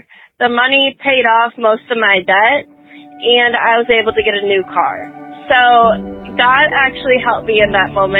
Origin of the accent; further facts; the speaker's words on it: Wisconsin, United States; moved away; also born or lived in Florida; I was living in Florida for a minute. I'm originally from Wisconsin and I was living in Florida.